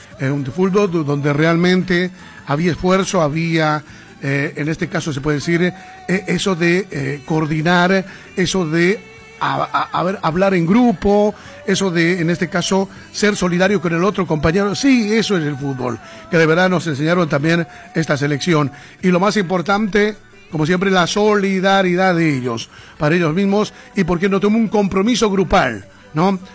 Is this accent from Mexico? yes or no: no; Bolivia; now in Argentina; Sabemos que nosotros venimos de otra nacionalidad, sí, somos bolivianos, amamos nuestro país, el triple, cuatriple, todo lo que tú quieras decir, pero cuando tú ya partiste a otro país también, tienes otro hogar también